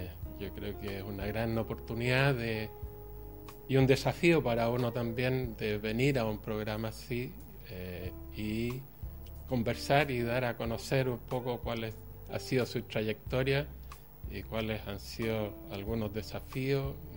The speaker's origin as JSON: {"language": "Spanish", "area": "San Pedro", "region": "Valparaíso", "country": "Chile", "tie": "born or raised there", "said": "yo siempre he estado viviendo en el campo, en la zona de San Pedro. Se llama Fundo Las Cruzadas originalmente, hoy día con los tiempos y la cosa más empresarial se llama Agrícola Las Cruzadas."}